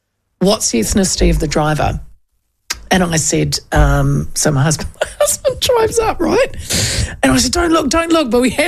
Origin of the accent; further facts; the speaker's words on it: Hastings, Hawke's Bay, New Zealand; now in Auckland, New Zealand; I was brought up in Hastings